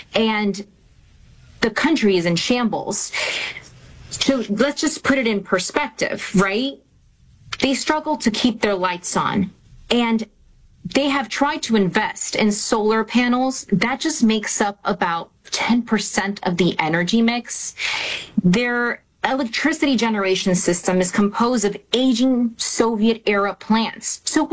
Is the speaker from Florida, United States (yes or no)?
yes; Florida, United States; I'm a mutt. First and foremost, America. I was, you know, born here, born and raised in South Florida. So I'm, first of all, an American.